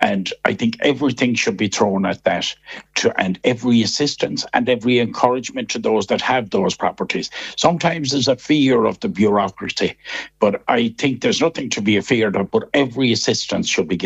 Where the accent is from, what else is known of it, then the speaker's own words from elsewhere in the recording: Kilkelly, Connacht, Ireland; my hometown, Kilkelly